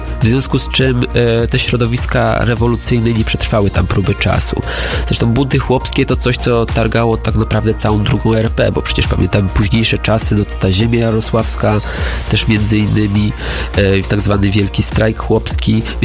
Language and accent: Polish; Rzeszów, Subcarpathian Voivodeship, Poland; u nas na Podkarpaciu, w Rzeszowie